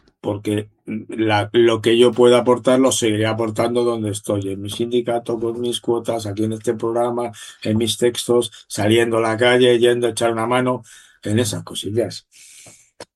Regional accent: Madrid, Community of Madrid, Spain; yo soy de Madrid

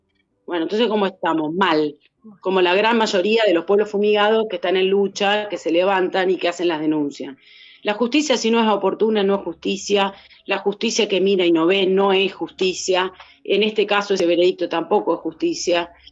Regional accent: Pergamino, Buenos Aires Province, Argentina; En este caso soy de Pergamino, ¿viste?

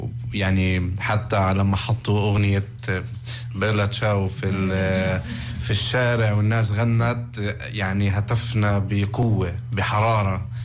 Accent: Palestine; ما في احلى من طبيعه فلسطين بالنسبه لنا كفلسطينيين

